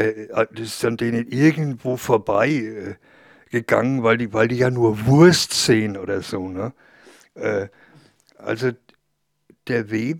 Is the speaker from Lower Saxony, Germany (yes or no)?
no; Bavaria, Germany; ich als Franke